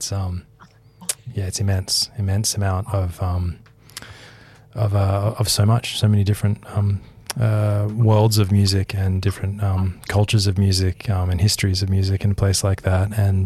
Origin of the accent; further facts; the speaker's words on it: Australia; I'm an Australian